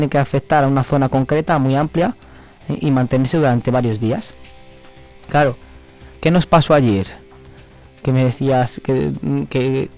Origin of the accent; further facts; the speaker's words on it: Arcos de la Polvorosa, Castile and León, Spain; Pues mi pueblo tiene una historia muy bonita. Se llama Arcos de la Polvorosa.